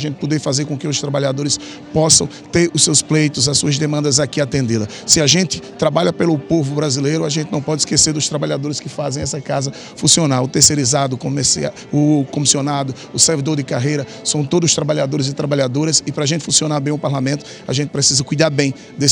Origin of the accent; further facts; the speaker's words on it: Pernambuco, Brazil; enquanto nordestino, enquanto pernambucano